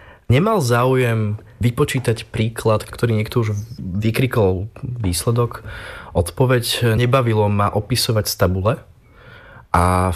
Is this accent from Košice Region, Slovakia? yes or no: yes; Košice, Košice Region, Slovakia; Pochádzam z Košíc, z Dargovských hrdinov, sídliska, respektíve Furča. Bývali sme 12 v dvojizbáku Romáci